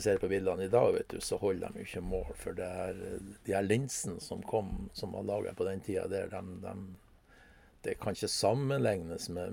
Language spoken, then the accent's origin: Norwegian; Korgen, Nordland, Norway; Ja, jeg er jo fra Rennemoen da.